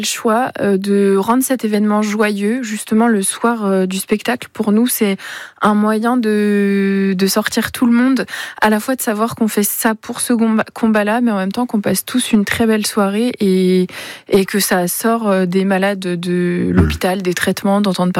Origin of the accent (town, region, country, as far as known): Mayenne, Pays de la Loire, France